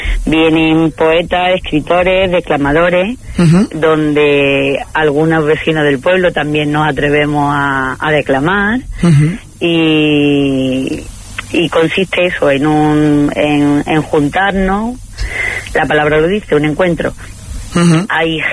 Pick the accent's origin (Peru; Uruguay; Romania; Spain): Spain; Benaque, Andalusia; sé que Benaque es una pedanía de Macharabialla, pero yo nunca digo soy de Macharabialla. Yo digo soy de Benaque